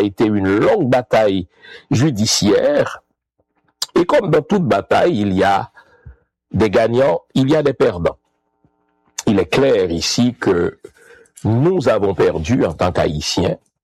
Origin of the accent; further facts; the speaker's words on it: Haiti; C'est cruel, bien sûr que c'est cruel. Je suis humain, je suis haïtien.